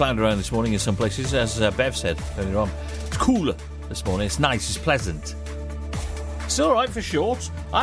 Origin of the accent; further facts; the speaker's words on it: Wales, United Kingdom; because I'm Welsh, as you will know, and everybody else can relate to this who lives in the Principality, because we're Welsh, we're pale blue.